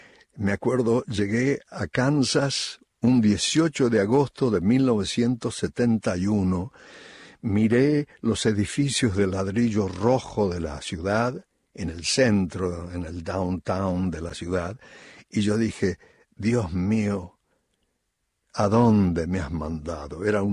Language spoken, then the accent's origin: Spanish; Córdoba, Argentina; born there; Así que eso fue el origen de por qué nací en Córdoba.